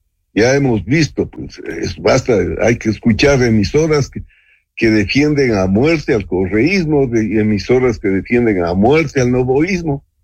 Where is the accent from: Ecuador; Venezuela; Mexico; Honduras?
Ecuador; pensar como ecuatorianos.